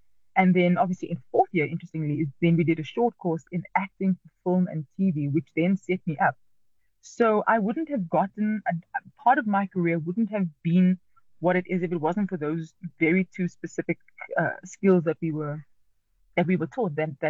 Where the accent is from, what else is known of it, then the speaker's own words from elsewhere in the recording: Cape Town, Western Cape, South Africa; I come from the Cape Flats. I come from Strandfontein, which is part of Mitchell's Plain, growing up in the 80s, shielded from a lot of stuff actually by my parents.